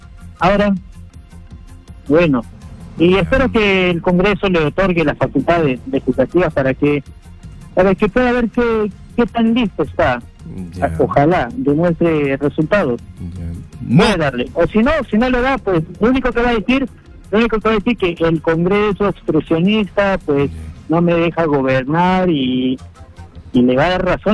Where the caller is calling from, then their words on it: Naples, Campania, Italy; acá llamo de Nápoles, Italia.